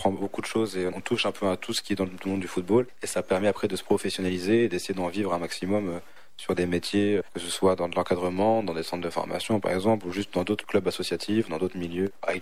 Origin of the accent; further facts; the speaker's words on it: Montauville, Grand Est, France; Oui, je suis de Montauville.